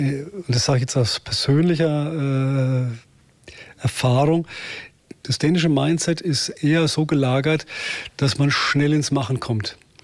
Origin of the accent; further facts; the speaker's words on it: Bavaria, Germany; born there; moved away as an adult; now in Berlin, Germany; Ich bin Deutscher, geboren tatsächlich in Bayern. 1964 und dann halt berufsbedingt, wenn Sie Bauingenieur sind, dann sind die Projekte nicht am Kirchturm, sondern da müssen Sie dann schon auch mit dem Projekt mitziehen und dann mit der Wiedervereinigung in Berlin gelandet